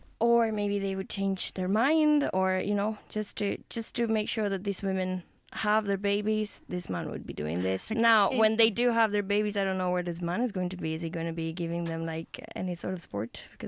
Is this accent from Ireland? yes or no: no; Spain; moved away; I come from Spain. Spain is, as you all maybe not all of you, but many of you will know that it's a historically Catholic country